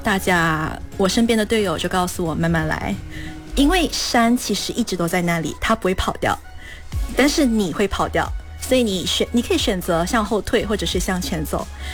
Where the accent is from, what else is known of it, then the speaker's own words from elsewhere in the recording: Malaysia; 我们是马来西亚人嘛，马来西亚人的话就是没有冬天的装备